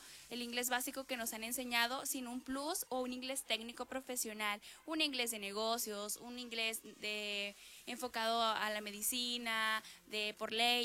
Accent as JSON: {"language": "Spanish", "country": "Mexico"}